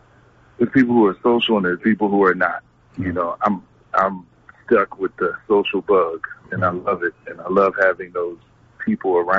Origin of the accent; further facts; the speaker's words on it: Trenton, New Jersey, United States; growing up in Trenton